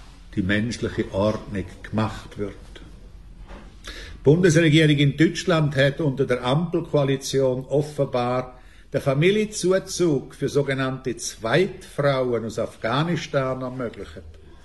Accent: Switzerland; ich komme aus Altstetten.

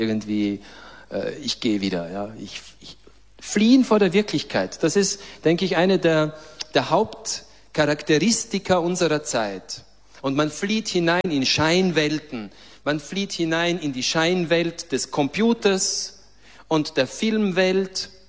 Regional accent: Styria, Austria; Ich bin ja Steirer.

